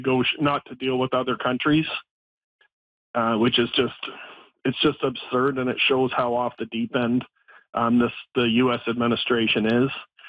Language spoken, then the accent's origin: English; Canada; But it's going to hurt me just because I'm Canadian and just what's going on.